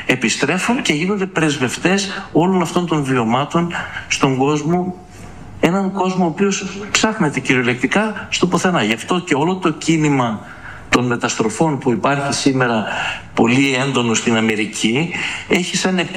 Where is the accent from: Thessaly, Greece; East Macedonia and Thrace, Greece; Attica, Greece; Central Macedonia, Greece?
Thessaly, Greece; Volos; στην πατρίδα μου, στο Βόλο